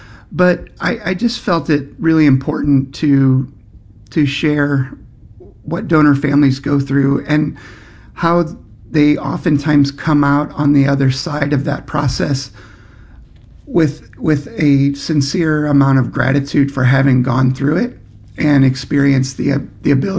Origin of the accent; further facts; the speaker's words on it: St. Louis, Missouri, United States; moved away; I was actually born and raised in St. Louis